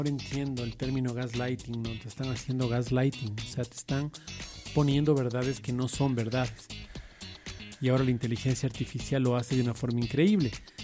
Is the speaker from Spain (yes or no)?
no; Ecuador